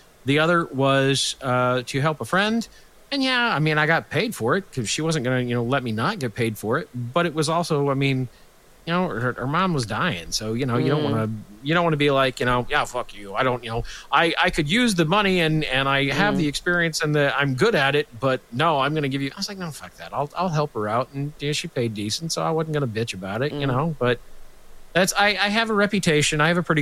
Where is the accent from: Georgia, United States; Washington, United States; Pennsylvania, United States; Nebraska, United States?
Nebraska, United States; I'm from Nebraska.